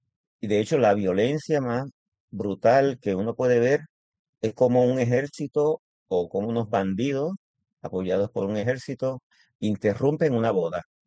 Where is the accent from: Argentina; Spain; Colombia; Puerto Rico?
Puerto Rico; me preguntó de dónde eres, Puerto Rico